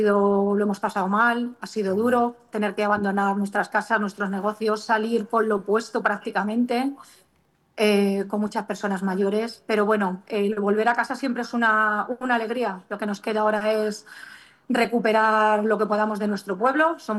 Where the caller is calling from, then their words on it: Navas del Rey, Community of Madrid, Spain; como todos los vecinos de Navas.